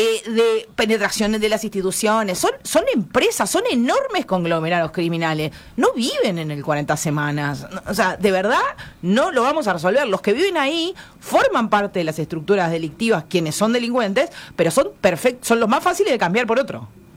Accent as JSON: {"language": "Spanish", "country": "Uruguay", "said": "Problemas que nosotros nos negamos como uruguayos a ver porque seguimos insistiendo en la excepcionalidad"}